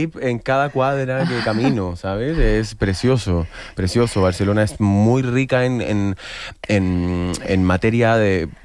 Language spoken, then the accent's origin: Spanish; Chile; bueno, yo soy chileno y mi carrera se empezó a forjar en Argentina.